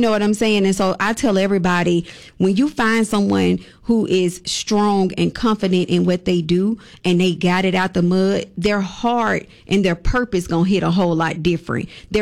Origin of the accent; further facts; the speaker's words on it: Bessemer, Alabama, United States; we're both from Big Belsma. We both graduated Jess Lanier High School class of 2000.